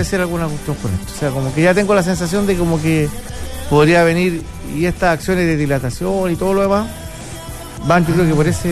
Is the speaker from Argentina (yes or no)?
no; Chile